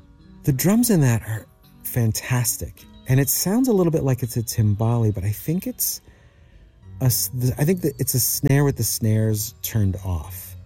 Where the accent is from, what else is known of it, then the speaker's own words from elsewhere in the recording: Long Island, New York, United States; growing up on Long Island, my intro to the … was through